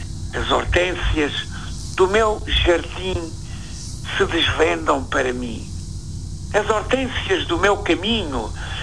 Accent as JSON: {"language": "Portuguese", "region": "Azores", "country": "Portugal", "said": "minha ilha, que é uma ilha dos Açores"}